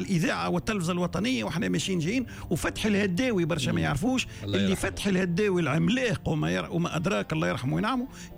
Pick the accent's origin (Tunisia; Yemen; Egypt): Tunisia; والتونس احنا شنو تي شعب صغير 12 مليون احنا